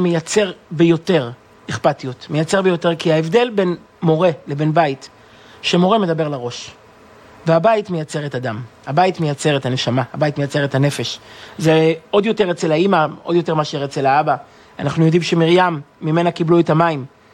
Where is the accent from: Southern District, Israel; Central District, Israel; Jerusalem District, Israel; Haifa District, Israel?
Central District, Israel; Kfar Chabad; אני גדלתי בבית של הרב של כפר חב"ד, אבי היה 40 שנה הרב של כפר חב"ד.